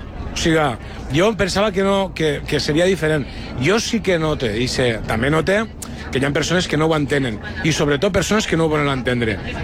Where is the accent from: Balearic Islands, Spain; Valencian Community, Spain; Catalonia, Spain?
Valencian Community, Spain; Benicarló; O d'altres comarques no tan centrals, com pel Maestrat, jo soc de Benicarló, i allí els instituts es cauen a trossos.